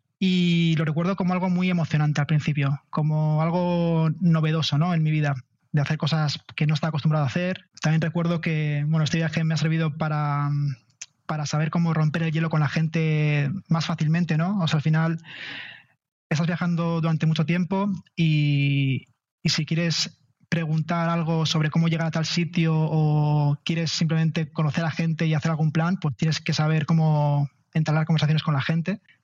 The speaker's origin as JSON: {"language": "Spanish", "country": "Spain", "said": "siendo español con el pasaporte entras en todos los países sin visado"}